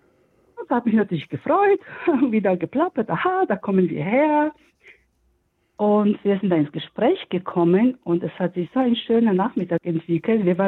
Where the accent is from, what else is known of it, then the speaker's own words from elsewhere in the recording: Poland; German is a second language; ich komme ja auch aus Polen und habe nur ein bisschen Russisch gelernt.